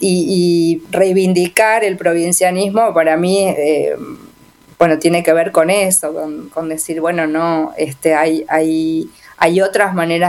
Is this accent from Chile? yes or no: no; Villa Elisa, Entre Ríos, Argentina; now in Buenos Aires, Argentina; yo nací, crecí en un pueblo, en Villa Elisa, el pueblo que nombraste antes, que ahora es una ciudad, pero en ese momento era un pueblo muy pequeño.